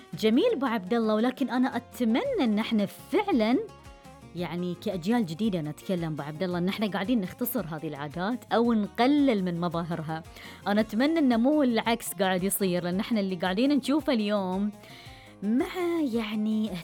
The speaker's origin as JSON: {"language": "Arabic", "country": "Bahrain", "said": "ملف الأياويل وديرتنا الحبيب البحرين، ملف للخير والتواصل والبركة والسنع والهوية الجميلة والعادات والتقاليد الأصيلة"}